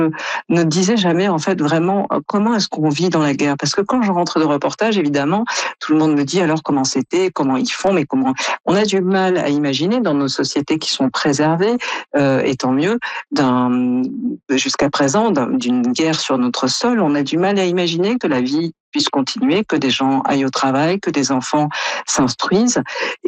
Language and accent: French; France; quand on est Canadien ou comme moi français